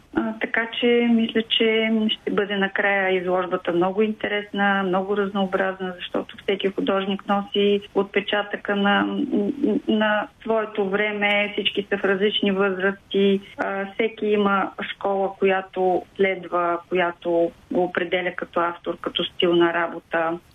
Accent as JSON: {"language": "Bulgarian", "town": "Sozopol", "region": "Burgas Province", "country": "Bulgaria", "tie": "born or raised there", "said": "И винаги преоткривам Созопол, моят роден град, през очите на художниците"}